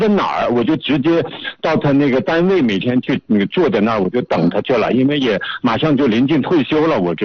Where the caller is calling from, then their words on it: Hohhot, Inner Mongolia, China; 我是呼和浩特的。